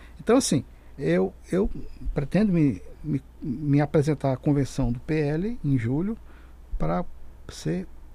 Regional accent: Ceará, Brazil; now in Roraima, Brazil; Eu sou do Ceará. O Ceará era um estado paupérrimo. Povo pobre. Eu estou aqui em Roraima há 39 anos.

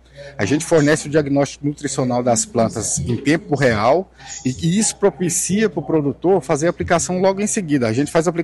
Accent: Goiás, Brazil; moved away as an adult; now in Roraima, Brazil; Você é minha terceira safra aqui, eu sou de Goiás, mas já tenho uma filha que nasceu aqui e tem mais outro agora que está para vir

